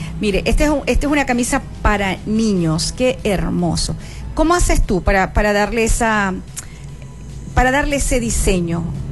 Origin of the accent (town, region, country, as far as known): Venezuela